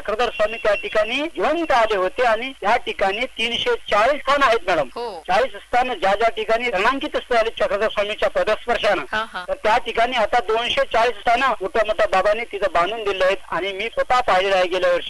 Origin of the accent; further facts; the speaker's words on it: Maharashtra, India; साहित्यिक आहे, मी मराठी आहे मॅडम.